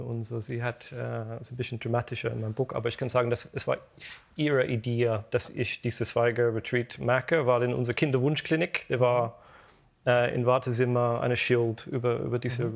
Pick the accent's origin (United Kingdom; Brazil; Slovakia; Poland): United Kingdom; German is a second language; moved away; Ich bin Brite, ja.